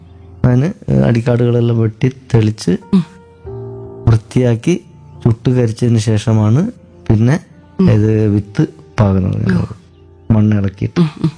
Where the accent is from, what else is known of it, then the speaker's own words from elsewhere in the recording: Thirunelli, Kerala, India; അതായത് വയനാട് ജില്ലയിലെ മാനന്തവാടി താലൂക്കിൽ തിരുനെല്ലി ഗ്രാമപഞ്ചായത്തിലാണ് ഈ ഉന്നതി സ്ഥിതി ചെയ്യുന്നത്. ആ ഉന്നതി തന്നെയാണ് ഞാൻ ജനിച്ച് വളർന്നതും ജീവിച്ചു പോകുന്നതും.